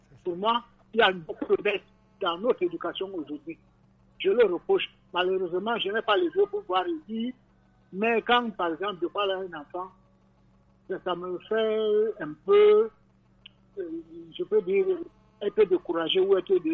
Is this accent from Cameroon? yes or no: yes; Yaoundé, Centre, Cameroon; J'ai grandi à Yaoundé jusqu'à l'heure actuelle où je vous parle.